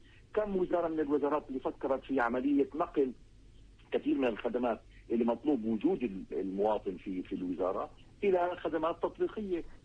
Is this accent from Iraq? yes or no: no; Palestine; عندنا في فلسطين